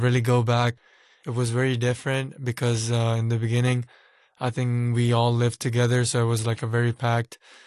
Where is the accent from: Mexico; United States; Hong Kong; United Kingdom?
Hong Kong; Hong Kong ka rehne wala hoon aur main idhar hi bada hua tha aur maine school bhi yahi par hai aur bas main bahut khush naseeb hoon ki mujhe Hong Kong aisi jagah mein main bada pala posa hai mujhe meri ammi abbu ne